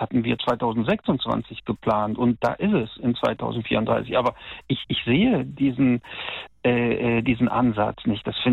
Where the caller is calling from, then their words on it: Bonn, North Rhine-Westphalia, Germany; Also ich komme hier aus dem Siegburger Kölner Bereich, Bonn quasi, und da ist der Wohnraum extrem knapp.